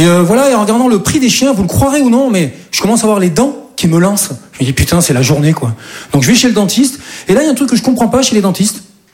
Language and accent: French; south of France, France; now in Paris, France; Je dis ça parce que moi, je viens du sud de la France. Et chez nous, c'est un peu plus tranquille, quoi. Et, moi, voilà, je suis monté sur Paris, voilà, pour devenir comédien.